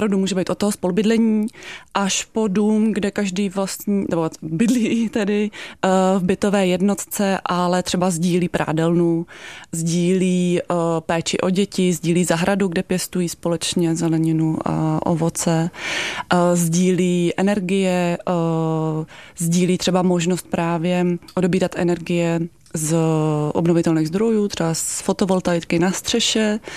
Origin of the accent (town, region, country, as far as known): Prague, Czechia; born or raised there